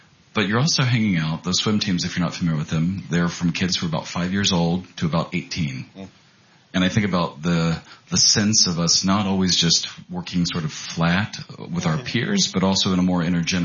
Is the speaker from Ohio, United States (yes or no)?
yes; Ohio, United States; I'm from Ohio, so I don't